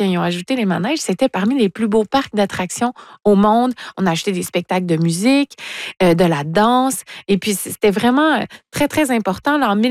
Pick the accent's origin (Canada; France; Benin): Canada; Rimouski, Quebec; Les K-Days, je parlais, qui m'ont donné l'idée à Edmonton en 1872 et Rimouski, hein, ma terre natale, en 1888.